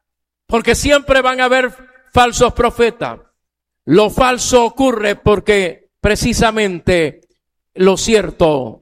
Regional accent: Puerto Rico; le voy a hablar como buen puertorriqueño.

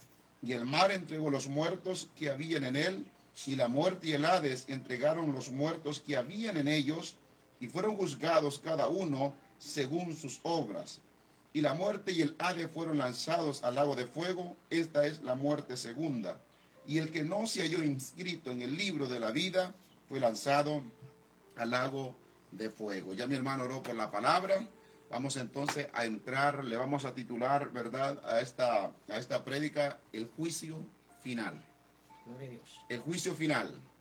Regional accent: Conchagua, La Unión, El Salvador; now in Laurel, Maryland, United States; soy oriundo de El Salvador, del Departamento de la Unión, municipio de Conchagua. Y les saludamos desde Estados Unidos, desde el estado de Maryland, del área de acá del Laurel.

